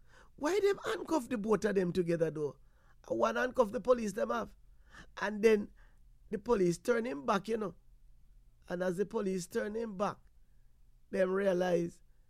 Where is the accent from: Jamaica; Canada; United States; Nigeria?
Jamaica; You know, when I was growing up in Jamaica, you know, I've always been told that diesel fuel is much cheaper than the gas.